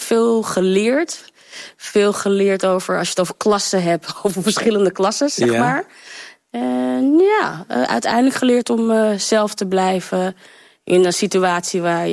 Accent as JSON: {"language": "Dutch", "region": "Paramaribo", "country": "Suriname", "accent": "Haarlem", "lives_now": "Haarlem, Netherlands", "said": "Ik kom van Paramaribo in Haarlem. Sommigen vonden dat ik een Haarlems accent had."}